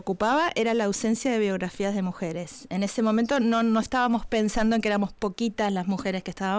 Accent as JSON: {"language": "Spanish", "country": "Argentina", "lives_now": "Buenos Aires, Argentina", "said": "Estamos acostumbrados a las crisis los argentinos."}